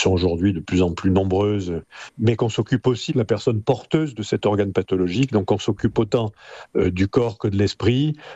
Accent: Marseille, Provence-Alpes-Côte d'Azur, France; born or raised there; now in Perpignan, France

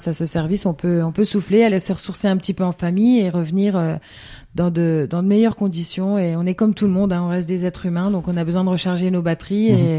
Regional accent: Grand Est, France; Alors non, parce qu'on est des Vosges, donc elles partent chez papy, mamie

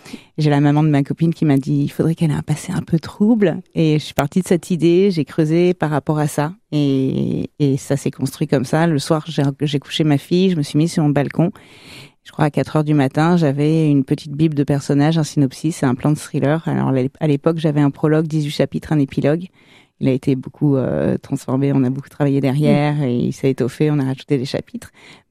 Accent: Versailles, Île-de-France, France; also born or lived in Liverpool; J'ai grandi à Versailles.

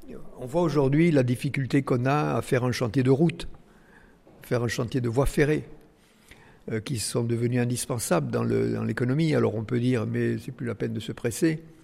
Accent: Vielmur-sur-Agout, Occitanie, France; born there; moi je suis né dans Vielmur, dans le Tarn, petit village, à la campagne. On n'avait même pas l'eau courante, vous voyez, dans la maison.

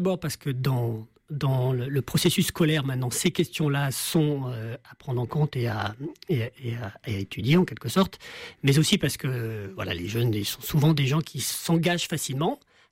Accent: Auvergne-Rhône-Alpes, France; notamment chez nous en Isère, dans les secteurs de montagne.

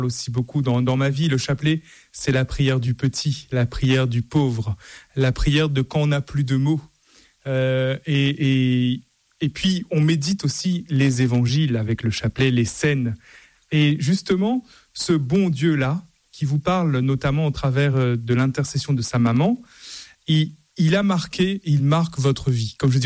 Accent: Réunion; moi je suis de La Réunion

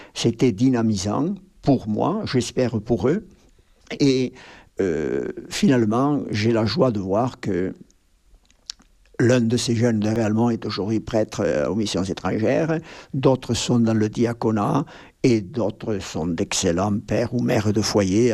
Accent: Mazamet, Occitanie, France; born there; moved away as an adult; Quand j'étais enfant, il y avait 52 usines de délainage dans le Mazamé. Quand je suis parti de Mazamé, je crois qu'il en restait deux.

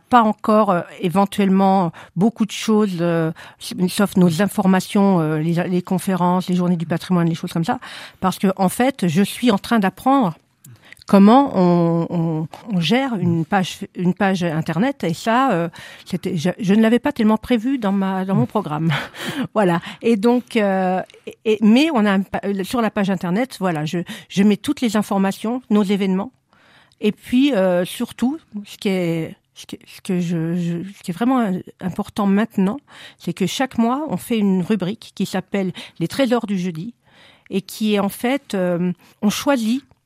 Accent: Bourgogne-Franche-Comté, France; now in Saint-Étienne, France; Je viens d'un petit village près de Chalon-sur-Saône. Voilà. J'étais très attachée à ma Bourgogne. Je le suis toujours d'ailleurs. Mais c'est vrai que quand je suis arrivée à Saint-Étienne

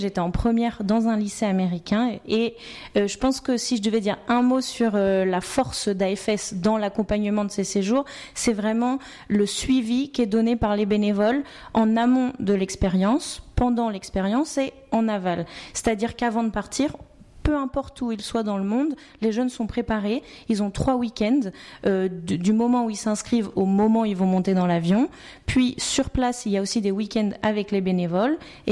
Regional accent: Nantes, Pays de la Loire, France; now in Bordeaux, France

